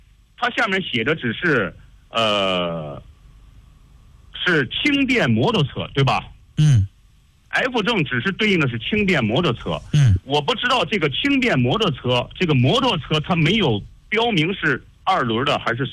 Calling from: Xinxiang, Henan, China; 我是新乡的。

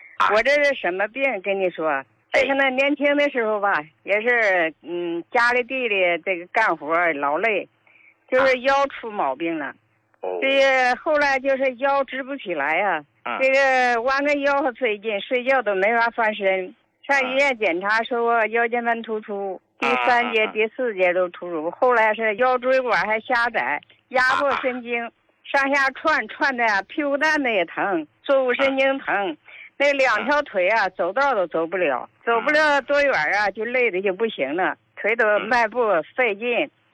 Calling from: Harbin, Heilongjiang, China; 我是哈尔滨的患者。

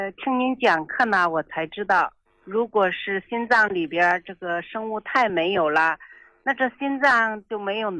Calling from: Heze, Shandong, China; 我是山东菏泽的啊。今年57岁了。

